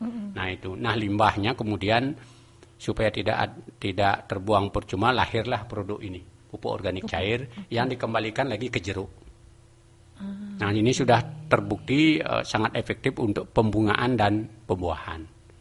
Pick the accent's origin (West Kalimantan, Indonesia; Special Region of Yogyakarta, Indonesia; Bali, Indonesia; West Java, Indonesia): Bali, Indonesia; apalagi saya orang Bali